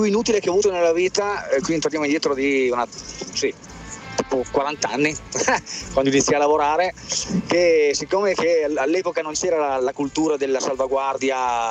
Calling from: Mantua, Lombardy, Italy; io sono di Mantova

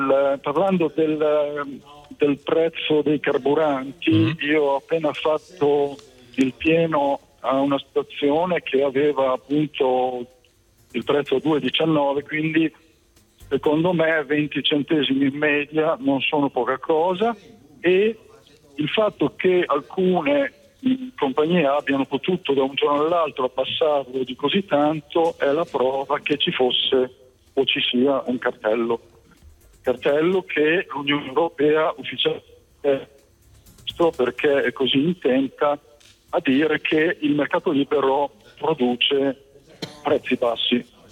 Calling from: Modena, Emilia-Romagna, Italy; io sono quello di Modena

